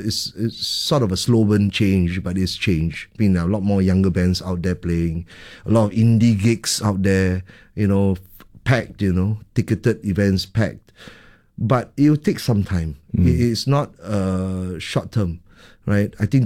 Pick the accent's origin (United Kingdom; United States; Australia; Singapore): Singapore; I mean, I'm Singaporean and growing up in Singapore, you know, when I was 16, as I said, you know, in church I learned music